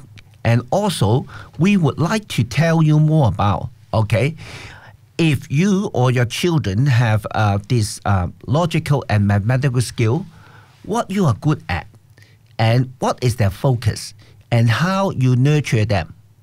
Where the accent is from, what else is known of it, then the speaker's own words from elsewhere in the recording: Hong Kong; English is a second language; So I'm from Hong Kong, that's why I very support them, especially the tennis.